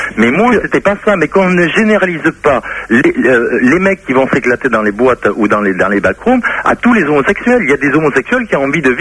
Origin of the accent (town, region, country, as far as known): Mont-de-Marsan, Nouvelle-Aquitaine, France